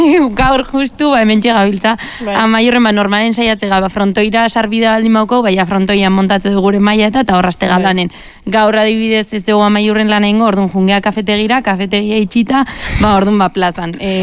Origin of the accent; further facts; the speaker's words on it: Tolosa, Basque Country, Spain; Tolosarra naiz ni, eta Tolosako ba, euskararen historia